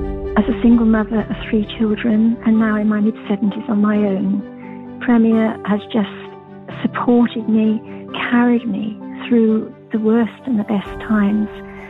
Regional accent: Enfield, London, United Kingdom; I'm from Enfield, Middlesex.

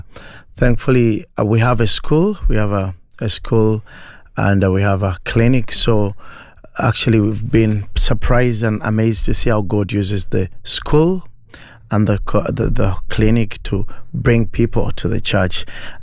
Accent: Uganda; I'm from Uganda. I'm a pastor serving in a very local church in a small village called Busika, in a village called Chibanga.

